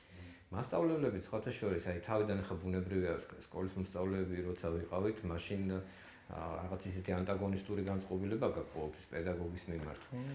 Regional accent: Tbilisi, Georgia; დაიბადე ბუნებრივია ქალაქ თბილისში. როგორც მითხრეს ვერაზე.

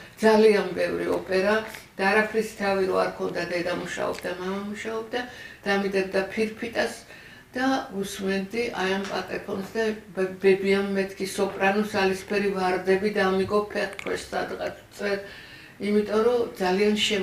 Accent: Tbilisi, Georgia; born or raised there; moved away

